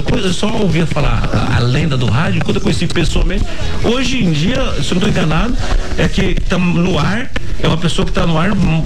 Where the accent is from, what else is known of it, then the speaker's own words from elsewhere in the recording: Mato Grosso do Sul, Brazil; moved away as an adult; also born or lived in Brasilândia, Mato Grosso do Sul; Eu fui nascido em Brasilândia, região do Bolsão ali, né? E fui criado no Pantanal.